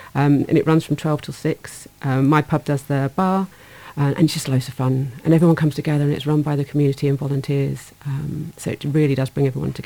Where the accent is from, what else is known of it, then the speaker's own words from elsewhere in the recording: Glastonbury, South West England, United Kingdom; now in London, United Kingdom; Maybe if I go back to Glastonbury, because I'm originally from Glastonbury